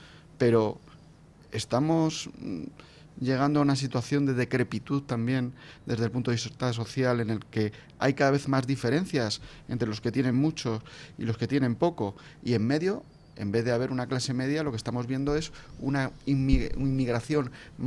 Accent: Madrid, Community of Madrid, Spain; Yo también he vivido mi niñez en Madrid y he visto los cambios que ha habido desde el punto de vista de la inmigración, porque mis abuelos eran del barrio de Ventas

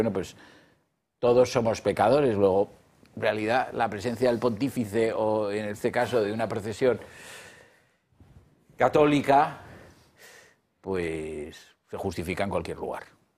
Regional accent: Madrid, Community of Madrid, Spain; Yo no diré Madrid, porque como soy de Madrid y está en Madrid, pues ya no tengo nada que decir.

